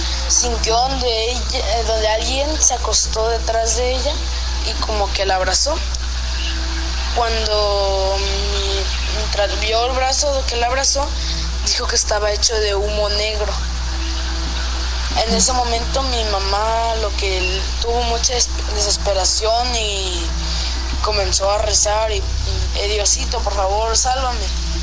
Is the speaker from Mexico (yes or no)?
yes; Coatzacoalcos, Veracruz, Mexico; Soy de Coatzacoalcos, Veracruz.